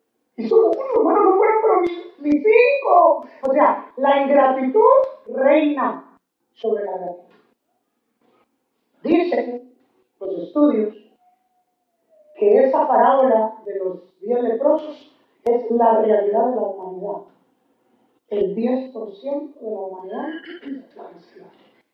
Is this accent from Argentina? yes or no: no; Guatemala; Fíjense que en mi país, Guatemala, usted quiere comer algo, solo tiene que hacer esto, miren, miren, solo eso, miren.